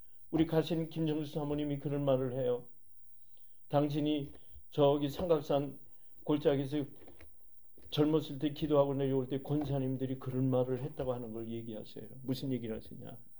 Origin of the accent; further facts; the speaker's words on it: South Korea; now in United States; 내 가족이 물론 한국에 있습니다만은 그래서가 아니에요. 내 고향이고 예? 모태의 나라 아니에요.